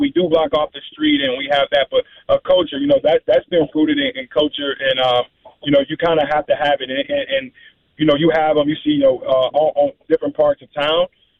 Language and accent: English; Madison, Wisconsin, United States; growing up on the South Side, everybody has a nickname.